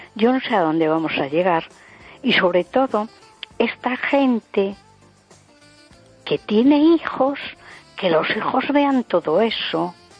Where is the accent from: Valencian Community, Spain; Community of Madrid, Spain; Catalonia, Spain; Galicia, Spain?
Galicia, Spain; A Coruña